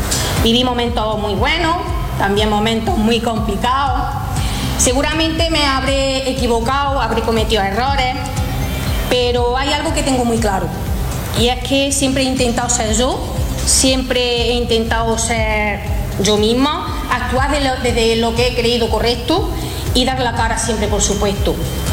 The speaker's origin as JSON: {"language": "Spanish", "town": "Jódar", "region": "Andalusia", "country": "Spain", "said": "quiero seguir trabajando por mi pueblo, quiero seguir trabajando por mi gente, por Jodar."}